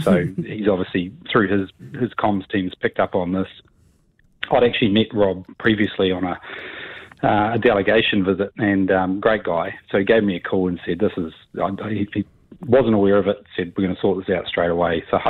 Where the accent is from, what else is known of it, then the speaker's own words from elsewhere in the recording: Chatham Islands, New Zealand; so I grew up on the Chats